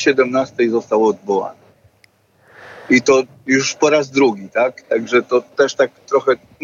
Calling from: Lublin Voivodeship, Poland; Dzwonię spod Lubartowa.

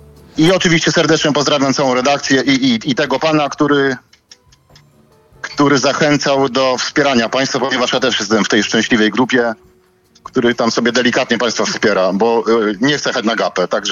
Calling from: Warsaw, Masovian Voivodeship, Poland; z Warszawy, stały słuchacz.

